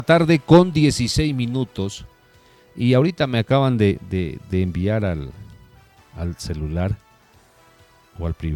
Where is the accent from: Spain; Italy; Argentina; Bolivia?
Bolivia; Vallegrande, Santa Cruz; Valle Grande se fundó como ciudad, como la ciudad de Jesús y Montesclaros, de los caballeros del Gran Valle Grande. Así se fundó mi ciudad.